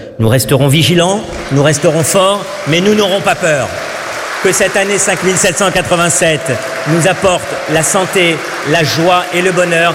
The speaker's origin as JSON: {"language": "French", "country": "France", "said": "chez nous en France."}